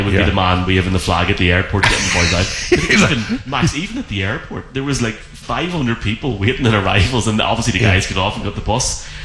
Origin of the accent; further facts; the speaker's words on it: Ireland; I was over in New Orleans on Wednesday and, you know, nearly died in the heat as an Irishman.